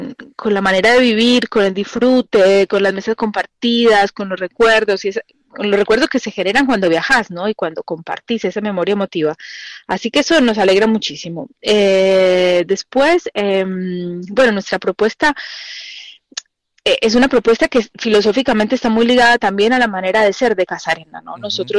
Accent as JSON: {"language": "Spanish", "region": "Mendoza", "country": "Argentina", "said": "que también nos da esa identidad como mendocinos"}